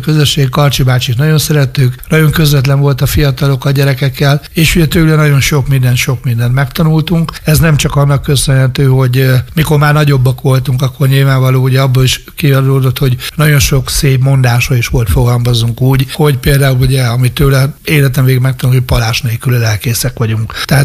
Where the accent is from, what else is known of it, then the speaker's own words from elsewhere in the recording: Nyíregyháza, Szabolcs-Szatmár-Bereg, Hungary; mivel hogy 12 éves koromban költöztünk be Sóstóhegyről Nyíregyháza